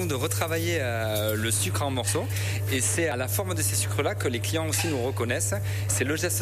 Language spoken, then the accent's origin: French; Landes, Nouvelle-Aquitaine, France; notre département des Landes